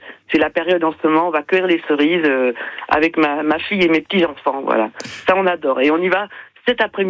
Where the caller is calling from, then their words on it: Perpignan, Occitanie, France; j'habite à la Porte d'Espagne